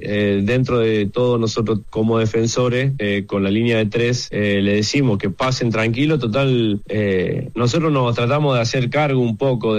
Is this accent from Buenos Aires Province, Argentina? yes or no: no; Córdoba, Argentina; Córdoba, como para que se guíen un poquito cerca del Corral de Busto.